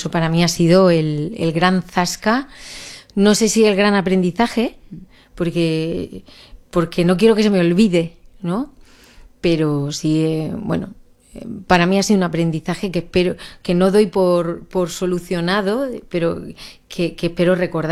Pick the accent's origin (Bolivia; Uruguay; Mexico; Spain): Spain; Rincón de Bonanza, Valencian Community; Soy de Orihuela en la medida en que el Rincón de Bonanza es pedanía de Orihuela, pero soy nacida en el Rincón de Bonanza.